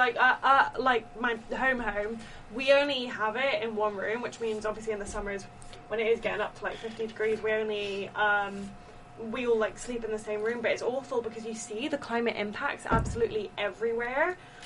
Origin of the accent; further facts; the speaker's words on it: India; moved away; I grew up in India